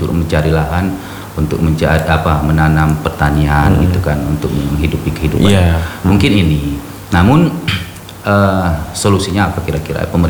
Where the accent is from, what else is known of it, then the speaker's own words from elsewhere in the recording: Aceh, Indonesia; kita orang Gayo